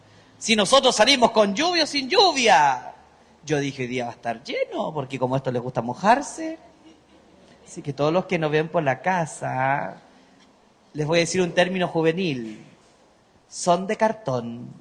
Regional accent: Andacollo, Coquimbo, Chile; yo soy de Andacollo, tierra mariana.

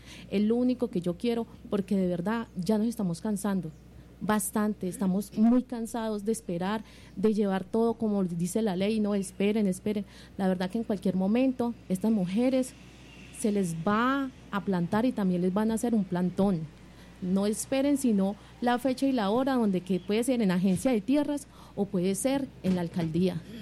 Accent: Santa Rosa de Cabal, Risaralda, Colombia; para nosotros que somos de Santa Rosa, que somos legalmente constituidos

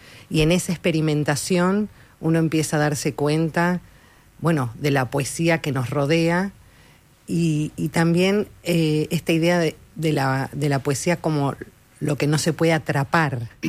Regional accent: Argentina; Yo nací en Argentina y en una casa muy abierta, bastante comunitaria, con personas que iban y venían.

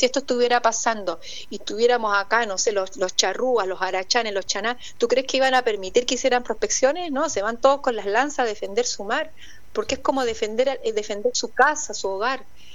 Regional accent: Chile; now in Uruguay; Yo que soy chilena

